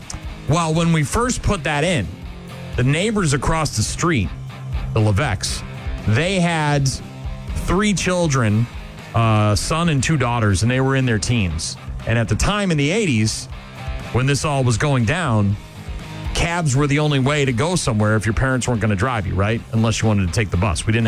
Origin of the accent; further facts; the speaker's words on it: Nashua, New Hampshire, United States; our home that I grew up in on Syracuse Road in Nashua, New Hampshire